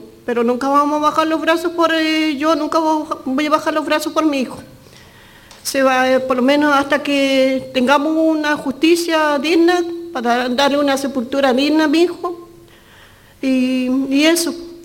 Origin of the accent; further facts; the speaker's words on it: Los Muermos, Los Lagos, Chile; Soy la mamá de … por lo menos yo vengo de Los Muermos, una hora de Puerto a Los Muermos.